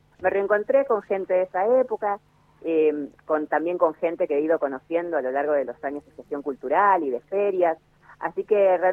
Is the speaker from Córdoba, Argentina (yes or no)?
no; Campo Grande, Misiones, Argentina; also born or lived in Chubut; si bien nací en Chubut, me crié en Campo Grande, conozco cómo es la cultura